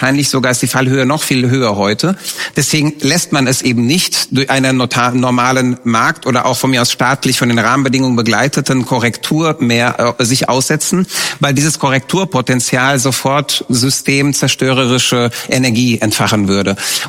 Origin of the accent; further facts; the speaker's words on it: Romania; moved away; Ich bin Kind des Kommunismus, ich bin in der Unfreiheit aufgewachsen, ich bin in Rumänien geboren und ich habe 89 die Wende dort miterlebt